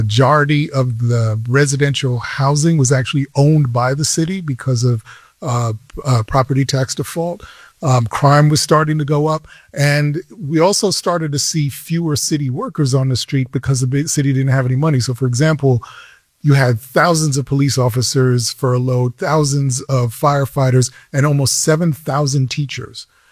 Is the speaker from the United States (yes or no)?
yes; New York City, New York, United States; I grew up in the Bronx